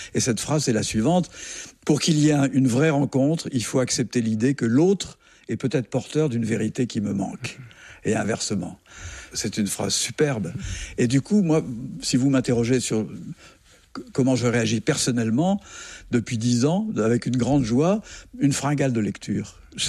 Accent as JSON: {"language": "French", "country": "Algeria", "tie": "born there", "said": "Je suis né en 1944 en Algérie d'un père charentais, mon père était militaire, il était gaulliste, et d'une mère pied-noir."}